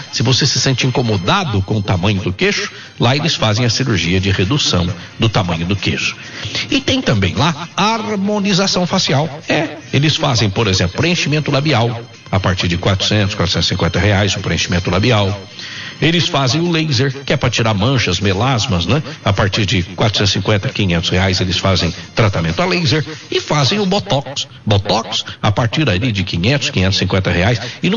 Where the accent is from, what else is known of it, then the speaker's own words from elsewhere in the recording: Sumaré, São Paulo, Brazil; Eu sou de Sumaré. Eu estou de férias, Decimar, junto com a minha mãe, a dona Helena.